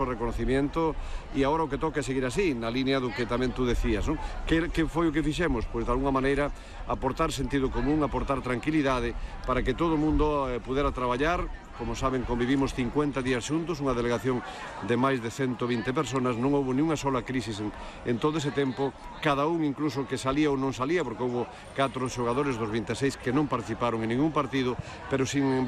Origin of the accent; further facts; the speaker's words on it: Galicia, Spain; tamén hai que estar aquí en Galicia, na miña terra, especialmente en Puenteareas